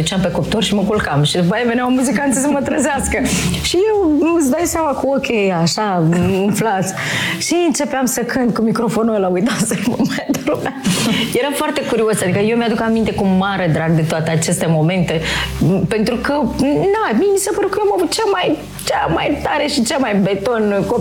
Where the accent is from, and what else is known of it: Pelinia, Drochia District, Moldova; born or raised there